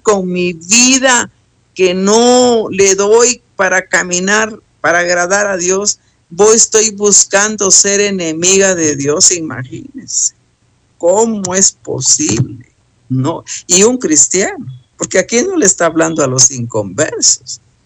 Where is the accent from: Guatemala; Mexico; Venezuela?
Guatemala; en mi país, Guatemala.